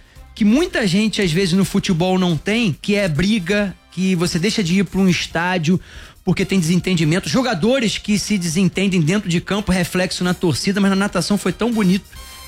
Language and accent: Portuguese; Brazil; nós, como brasileiros